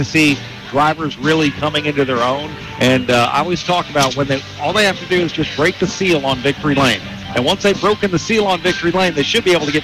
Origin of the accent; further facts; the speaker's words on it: Texas, United States; I'm a Texan